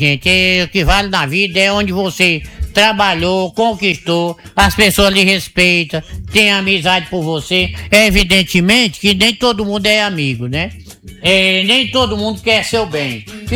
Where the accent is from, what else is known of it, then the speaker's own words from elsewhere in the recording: Northeast Brazil, Brazil; Eu sou do mato e com orgulho. Sou nordestino orgulhoso.